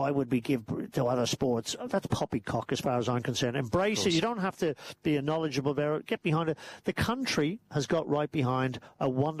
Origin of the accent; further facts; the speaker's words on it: Ireland; accent: Irish twang; now in Australia; here 50 years. Yes, 50 on and off, living in other parts of the world with work and so forth. But, you know, I'm an Aussie for the most part. We're an Irish twang.